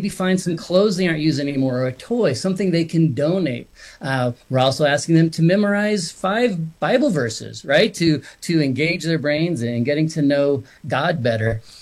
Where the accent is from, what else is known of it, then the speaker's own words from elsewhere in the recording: Boulder, Colorado, United States; because I grew up in Boulder, Colorado, in the suburbs.